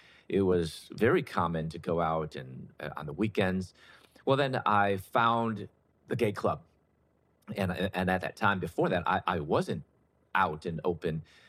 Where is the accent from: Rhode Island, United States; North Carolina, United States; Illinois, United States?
Illinois, United States; Chicago; So it wasn't until my early 20s, I'm originally from Chicago, and I was accepted to dental school, pursuing my doctorate in dentistry.